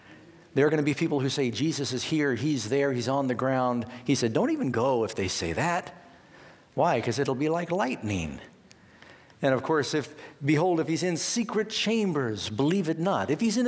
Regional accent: California, United States; I'm from California, and not far away is where Jim Jones had his temple.

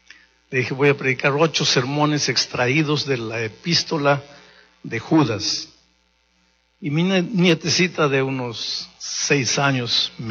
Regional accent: Peru; Mis amigos, aquí en el Perú, es muy, muy bueno para mí como peruano dirigir esta semana desde la tierra que me vio nacer.

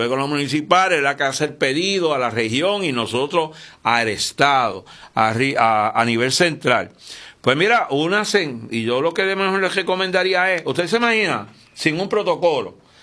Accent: Aguada, Puerto Rico; yo soy de Aguada, acuérdate.

